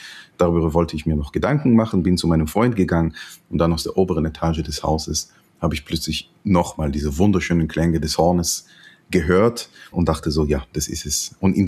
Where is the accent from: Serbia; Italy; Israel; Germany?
Israel; Jerusalem, Jerusalem District; ich bin ja in Jerusalem geboren und aufgewachsen